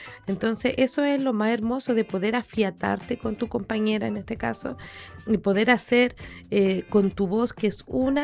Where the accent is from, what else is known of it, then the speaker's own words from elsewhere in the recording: Vicuña, Coquimbo, Chile; Bueno, tenemos de La Serena y de Coquimbo, ¿ya? Y yo que soy de Vicuñita.